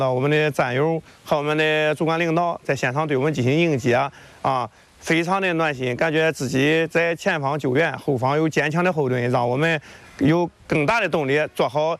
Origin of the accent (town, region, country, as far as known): Sishui, Shandong, China; born there